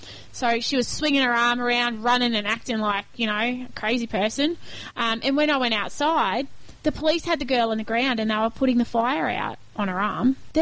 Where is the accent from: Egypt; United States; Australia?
Australia; Fern Valley; moved away; I was in Fern Valley the other day, my hometown